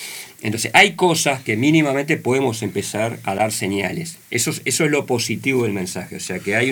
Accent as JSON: {"language": "Spanish", "country": "Uruguay", "said": "los uruguayos somos medio mañosos."}